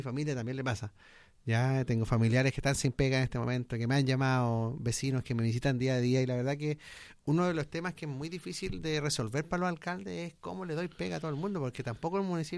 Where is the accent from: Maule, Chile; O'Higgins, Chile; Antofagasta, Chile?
O'Higgins, Chile; Quinta de Tilcoco; Todos somos Quinta de Ticoco. Huacargüe es un sector de Quinta de Ticoco. La Viña es un sector de Quinta de Ticoco.